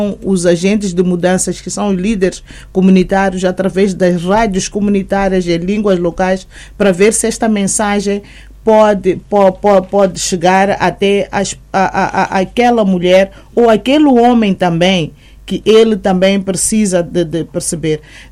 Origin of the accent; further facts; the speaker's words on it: Chidengel, Gaza, Mozambique; born there; Por acaso, Chidengel é onde eu nasci